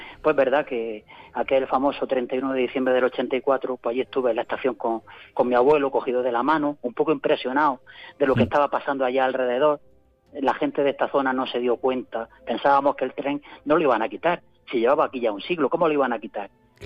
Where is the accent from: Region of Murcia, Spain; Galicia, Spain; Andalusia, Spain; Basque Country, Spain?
Andalusia, Spain; Baza; concejal aquí en mi ciudad, en mi tierra, vamos, para mí era lo más grande. Y yo, cuando tomé posesión, dije que una de mis metas como concejal del Ayuntamiento de Baza